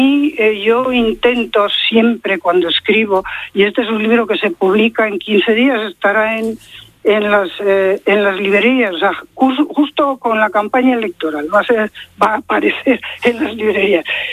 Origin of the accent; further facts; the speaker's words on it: Spain; Eso como española, lo digo clarísimamente.